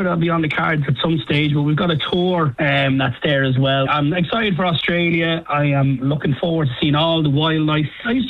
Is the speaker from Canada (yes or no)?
no; Wicklow, Leinster, Ireland; now in Waterford, Ireland; I'm originally a Wicklow man, but I'm glad now in Waterford at this stage, yeah.